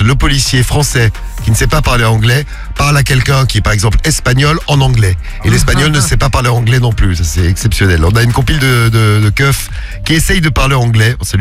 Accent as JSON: {"language": "French", "town": "Saint-Étienne", "region": "Auvergne-Rhône-Alpes", "country": "France", "said": "moi je suis de Saint-Étienne"}